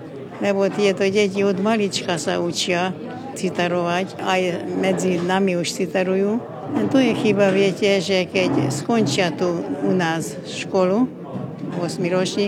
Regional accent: Békés, Hungary; accent: Čaba Slovak dialect; Tak je to tak, že celkom blízo aj ten jazyk je taký ako náš, tu čabianský.

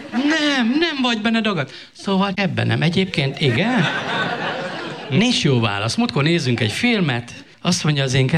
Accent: Miskolc, Borsod-Abaúj-Zemplén, Hungary; ő újpesti, én meg miskolci vagyok

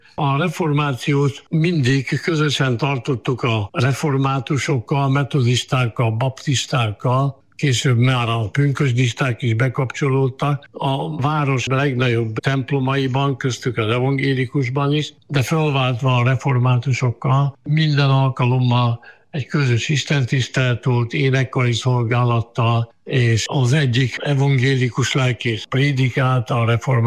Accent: Lébény, Győr-Moson-Sopron, Hungary; born there; én lébényi születésű vagyok Győr megyében.

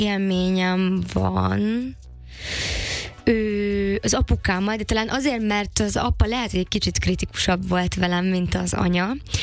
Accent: Hungary; hogy akár ne is hallják azt rajtam, hogy magyar vagyok, amikor szlovákul beszélek.

